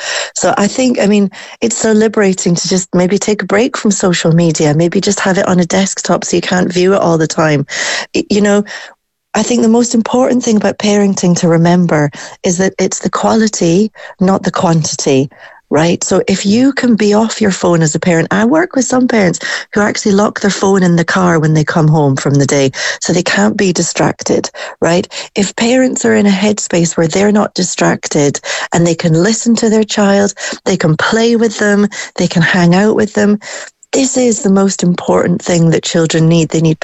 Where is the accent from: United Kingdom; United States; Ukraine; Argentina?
United Kingdom; Scotland; moved away; I'm from Scotland